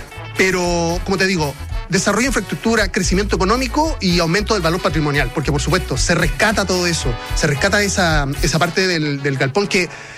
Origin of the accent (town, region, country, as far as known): Chile